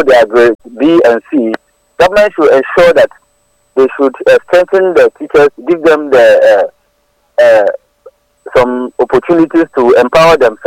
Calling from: Accra, Greater Accra, Ghana; I'm calling from Dansoman.

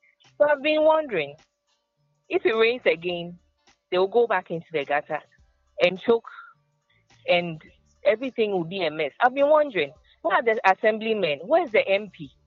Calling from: Accra, Greater Accra, Ghana; I'm calling from Santa Maria.

